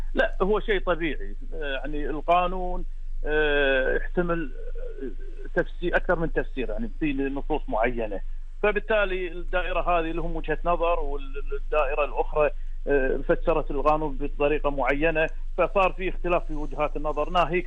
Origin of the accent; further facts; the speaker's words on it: Kuwait; وهذه الظروف لا شك أنها تغيرت عندنا بالكويت